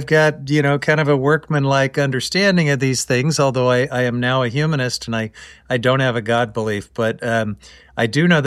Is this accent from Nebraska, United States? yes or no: no; Independence, Missouri, United States; one of my high school basketball teammates and another kid that I grew up with in Independence, Missouri